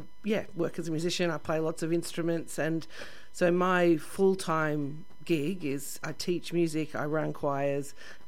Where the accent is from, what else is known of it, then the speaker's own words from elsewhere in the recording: Bendigo, Victoria, Australia; now in Ballarat, Australia; I was born and raised in Bendigo and not far from Ballarat down south. And then found my way to Ballarat where I started working as a musician from the age of about 16.